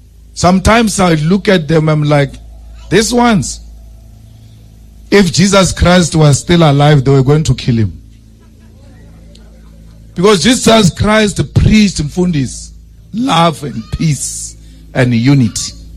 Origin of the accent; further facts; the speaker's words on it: Limpopo, South Africa; Some of us from Limpopo are going to be the biggest victims because we are dark.